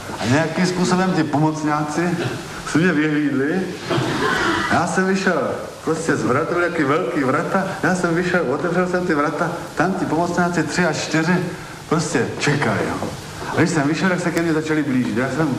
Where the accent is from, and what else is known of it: Vizovice, Zlín Region, Czechia; born or raised there